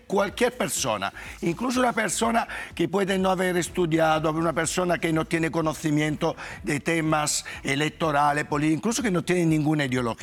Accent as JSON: {"language": "Spanish", "town": "Madrid", "region": "Community of Madrid", "country": "Spain", "said": "yo soy un ciudadano español de Madrid que paga impuestos en esta ciudad desde hace muchísimos años."}